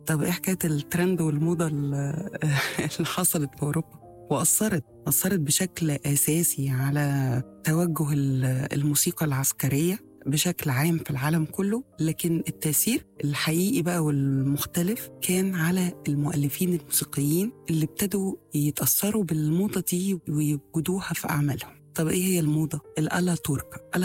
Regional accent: Egypt; بالنسبة لنا إحنا كمصريين

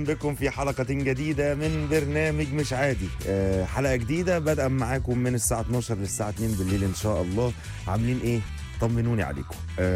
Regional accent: Egypt; اولا بتكلم بدافع ان انا مصري، بتكلم بدافع ان انا مشجع للكرة

